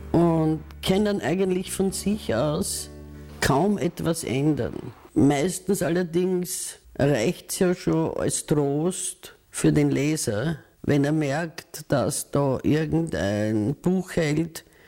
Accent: Vienna, Austria; accent: Viennese dialect; first language Viennese dialect; Meine Muttersprache ist der Dialekt. Und wie ich ins Gymnasium gekommen bin, habe ich eigentlich ja nur Wiener Dialekt reden können.

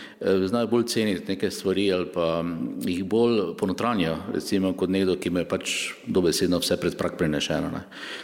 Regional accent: Maribor, Drava, Slovenia; born there; Jaz sem recimo po očetovi strani iz Prekmure, po mojni strani iz Prlekije, rojen sem v Mariboru, ne? Sem Slovenec, ne moram se čutiti drugače.

